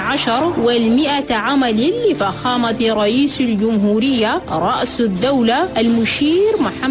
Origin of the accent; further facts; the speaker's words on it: Chad; لأن بلدنا تشاد كان زمان الناس يرفوها بالحروب وعدم الاستقرار، اليوم بعرفوها بالسلام والأمن والاستقرار